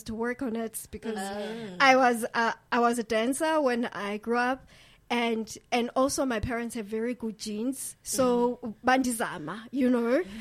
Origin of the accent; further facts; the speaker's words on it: Bangladesh; I'm from Bangladesh.